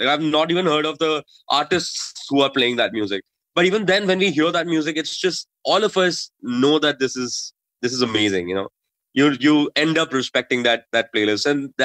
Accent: Delhi, India; I come from Delhi

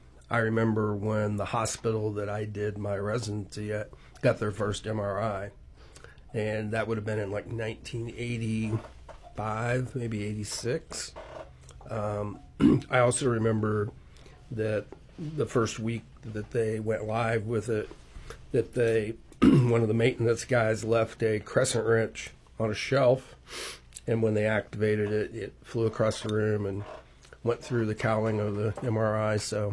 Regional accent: Illinois, United States; I am not from West Virginia.

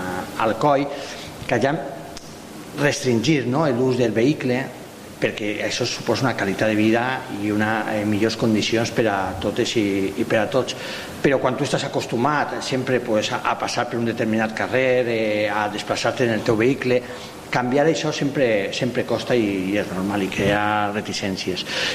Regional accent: Alcoy, Valencian Community, Spain

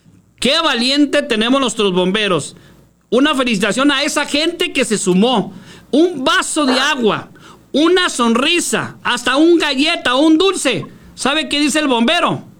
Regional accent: Ciudad Juárez, Chihuahua, Mexico; vas a decir, ay caray, ¿a qué horas cambió mi ciudad?

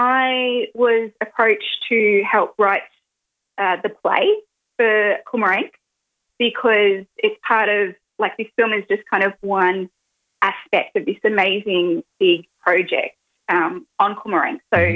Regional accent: Victoria, Australia; And I grew up with my mum and my mother's mob. So I'm, you know, don't hold it against me. I grew up in Victoria.

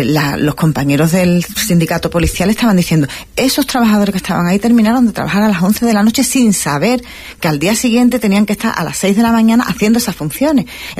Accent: Ceuta, Spain; lo hago desde ciudadana ceutí

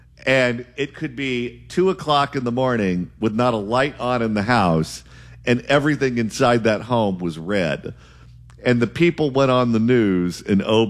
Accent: Garden Grove, California, United States; I'm from Garden Grove, California.

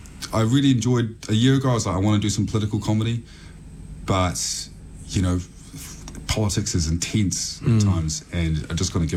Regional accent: New Zealand; Yeah, growing up in New Zealand, I was always massive fan of … things like that.

